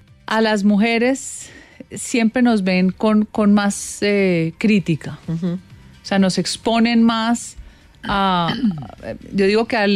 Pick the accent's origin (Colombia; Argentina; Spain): Colombia; Cali, Valle del Cauca; moved away; Yo me engordé 6 kilos cuando me vine de Cali por el cambio de todo, el entorno, el frío, la alimentación, no había dónde hacer ejercicio. Yo estudiaba en los Andes y no había nada.